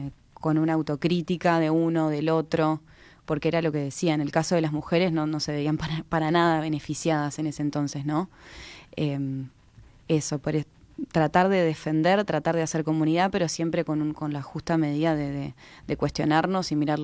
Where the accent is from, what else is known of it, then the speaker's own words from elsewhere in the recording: Colonia, Uruguay; Yo soy de Colonia, mi familia es de Colonia